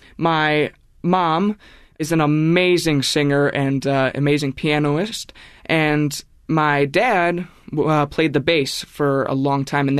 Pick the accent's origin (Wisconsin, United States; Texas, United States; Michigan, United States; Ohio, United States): Wisconsin, United States; So I grew up around the Wisconsin River. I learned to swim in the Wisconsin River, and my grandpa's ashes are in the Wisconsin River.